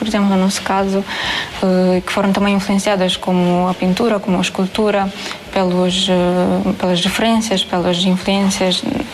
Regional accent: Moldova; Portuguese is a second language; tenho 22 anos, sou da Moldávia e sou aluna do terceiro ano da licenciatura de Arquitetura Paisagista.

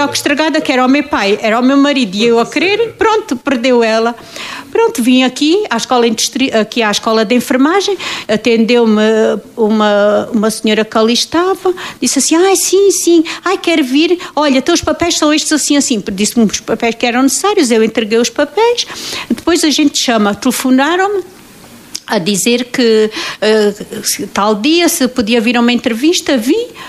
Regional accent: Angola; moved away as an adult; now in Portugal; Vim de Angola, vim antes das confusões, que foi em 1973 que eu vim de Angola. Tinha o meu filho cá, porque o meu filho teve um problema de pele lá em Angola e o médico lá aconselhou-me a vir para Portugal.

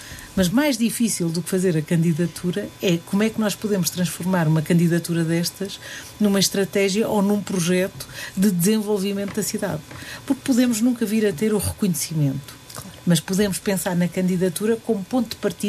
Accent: Guarda, Centro, Portugal; Eu sou da Guarda.

